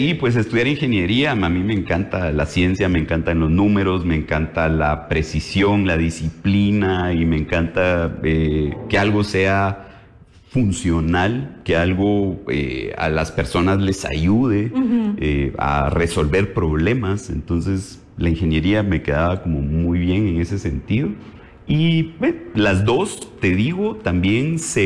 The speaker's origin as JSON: {"language": "Spanish", "country": "Guatemala", "said": "considero que en Guatemala somos los que mejor construimos."}